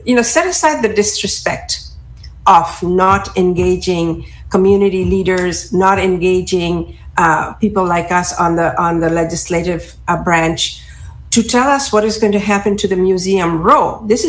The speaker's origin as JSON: {"language": "English", "town": "Philadelphia", "region": "Pennsylvania", "country": "United States", "said": "I'm not only a city council member, I'm a Philadelphian."}